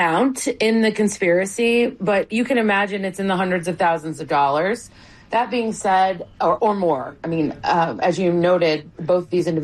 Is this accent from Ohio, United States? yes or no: yes; Cleveland, Ohio, United States; my hometown of Cleveland, Ohio